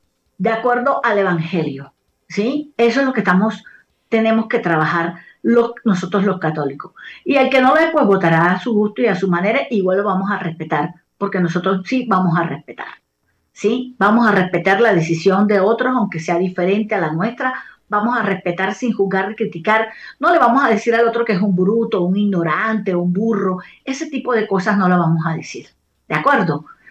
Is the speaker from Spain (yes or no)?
no; Colombia; also born or lived in Barranquilla